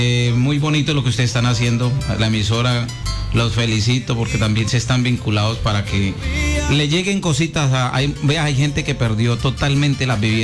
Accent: Tello, Huila, Colombia; born there; now in Villavicencio, Colombia; El proyecto es un álbum que se va a llamar San Andrés Tello, en honor a mi pueblo.

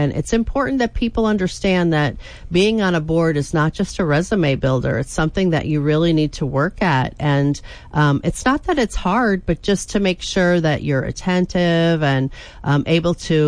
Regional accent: Pennsylvania, United States; went back to Pennsylvania for my job, and because it was my hometown and my parents were aging.

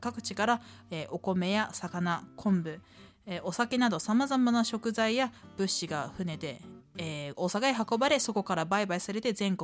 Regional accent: Hiroshima, Japan; 私出身が広島なんで

